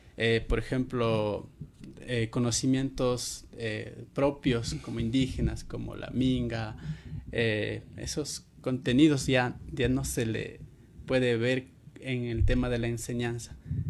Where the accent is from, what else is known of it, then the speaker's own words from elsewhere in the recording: Alausí, Chimborazo, Ecuador; yo vengo de la provincia de Chimborazo, de una comunidad indígena del cantón Alausí, comunidad de Xuxilcón.